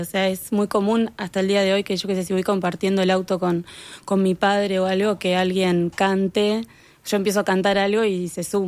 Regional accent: Ciudad de la Costa, Canelones, Uruguay; also born or lived in Montevideo; now in Neptunia, Uruguay; Me crié en la ciudad de La Costa, en Lomas de Solimar.

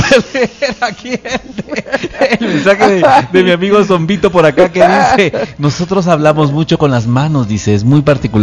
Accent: Guatemala; moved away as an adult; also born or lived in Fresno, California

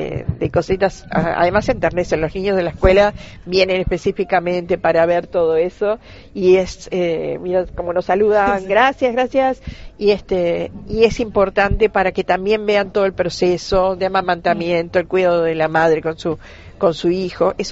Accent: Uruguay; el trabajo que nosotros realizamos, digo nosotros como los uruguayos

